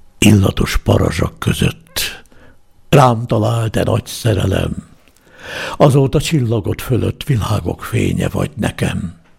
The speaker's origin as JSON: {"language": "Hungarian", "region": "Budapest", "country": "Hungary", "tie": "born there", "said": "Budapesten születtem 1930. április 16-án."}